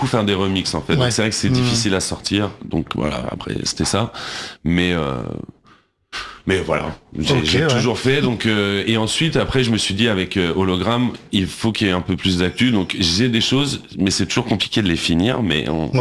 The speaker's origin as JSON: {"language": "French", "town": "Paris", "region": "Île-de-France", "country": "France", "tie": "born or raised there", "said": "En fait, je suis né à Paris"}